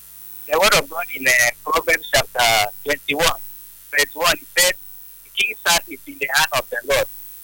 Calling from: Tanzania; I'm calling from Tanzania

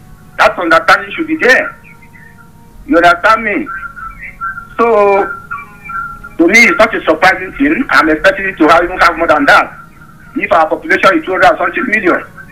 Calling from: Jos, Plateau, Nigeria; I'm calling from Jos Plateau, Nigeria.

